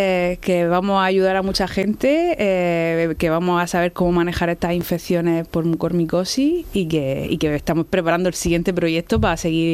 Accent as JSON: {"language": "Spanish", "region": "Region of Murcia", "country": "Spain", "said": "Pues yo siempre quise volver porque yo soy muy murciana y me gusta mucho Murcia y mi país."}